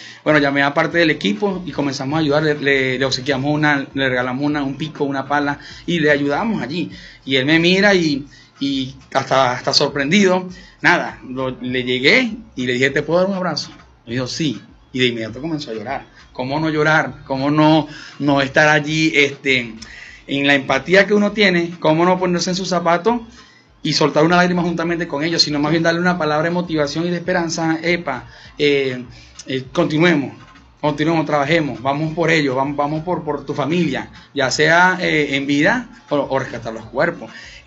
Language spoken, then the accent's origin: Spanish; Venezuela; Nosotros cuando nos preguntan quiénes somos los venezolanos